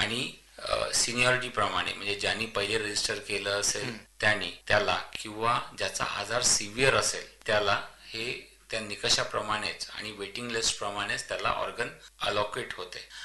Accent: Amravati, Maharashtra, India; मी अमरावतीचा आहे

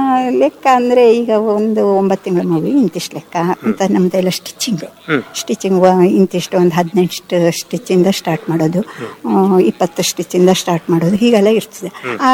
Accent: Karnataka, India; also born or lived in Dandeli / Haliyal; ನಮ್ಮ ಉತ್ತರ ಕನ್ನಡದಲ್ಲಿ ಕಂಪ್ಲೀಟ್, ಉತ್ತರ ಕನ್ನಡ ಕಂಪ್ಲೀಟ್.

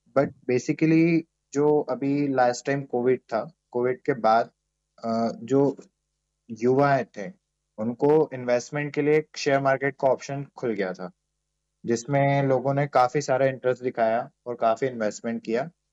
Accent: Khandwa, Madhya Pradesh, India; Khandwa basically मेरा home town भी है

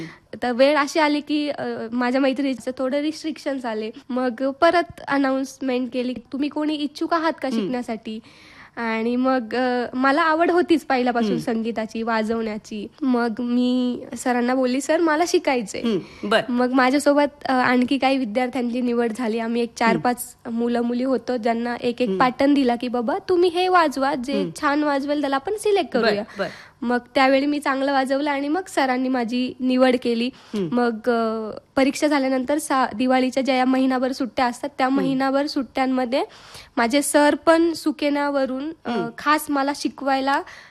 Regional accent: Vadangali, Maharashtra, India; moved away as an adult; also born or lived in Rahata / Pune / Mumbai; माझं गाव वडांगळी आहे. तर माझं शिक्षण, प्राथमिक शिक्षण आणि माध्यमिक शिक्षण हे वडांगळी माझ्या गावातच झालं

